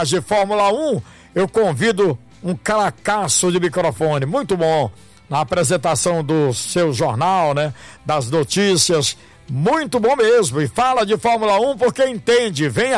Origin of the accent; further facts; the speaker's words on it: Brazil; como brasileiro, vou torcer pelo Brasil